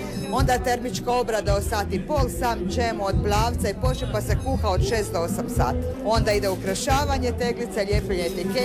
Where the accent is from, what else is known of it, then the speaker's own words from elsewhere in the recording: Slavonia, Croatia; moved away as an adult; now in Pelješac, Croatia; Pa evo, ja sam inače Slavonka, mi 11 godina živimo na Pelješcu, jer je suprug enolog i njegov posao nas je dovezao.